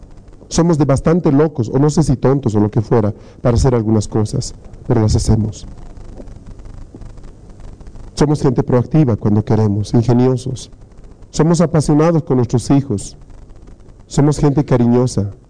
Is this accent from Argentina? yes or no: no; Bolivia; Somos bolivianos.